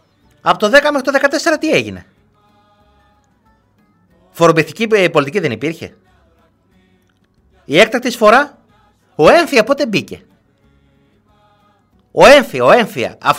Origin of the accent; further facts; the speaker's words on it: Greece; εδώ είναι ο τόπος μου. Εδώ θέλω να ζήσω, εδώ θέλω να δουλέψω.